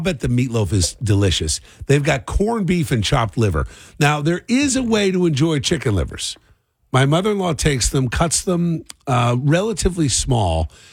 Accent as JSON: {"language": "English", "town": "Cherry Hill", "region": "New Jersey", "country": "United States", "tie": "born or raised there", "said": "I grew up in Cherry Hill."}